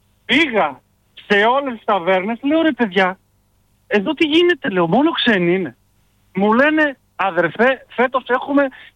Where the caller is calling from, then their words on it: Northern Greece, Greece; Εγώ που είμαι Βορειοελλαδίτης τώρα